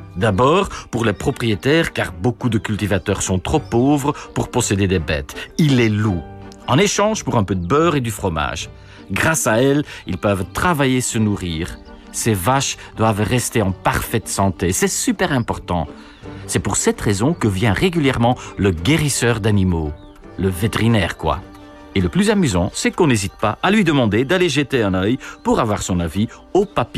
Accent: Flanders, Belgium; Et dans la campine, de Kempen, comme on dit nous, là d'où je viens, la région à l'est d'Anvers, ce dialogue a longtemps perduré. J'ai connu ça, enfant, quand j'étais à la ferme

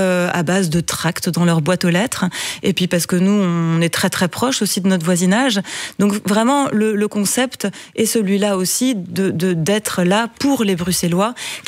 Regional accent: France; accent: French; now in Brussels, Belgium; Mon accent français.

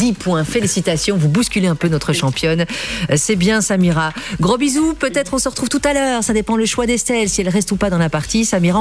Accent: Belgium; chez nous, en Belgique.

